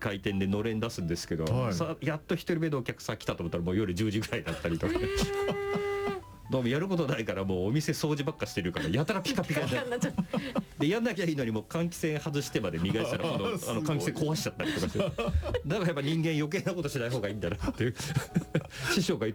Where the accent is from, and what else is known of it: Shinagawa, Tokyo, Japan; born or raised there